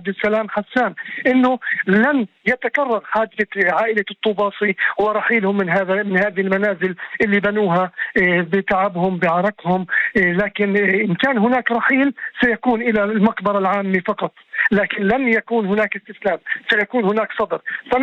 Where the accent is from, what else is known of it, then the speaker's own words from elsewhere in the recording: Palestine; إحنا كفلسطينيين